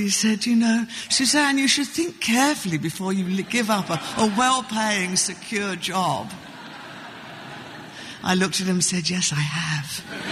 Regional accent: Beckenham, London, United Kingdom; I was from Beckenham.

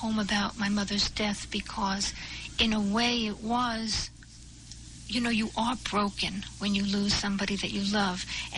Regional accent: Newark, New Jersey, United States; Well, in the beginning, when I was talking about growing up in Newark

